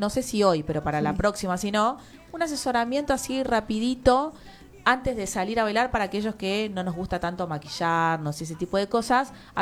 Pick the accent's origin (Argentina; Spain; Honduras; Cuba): Argentina; y para nosotros como argentinos un orgullo también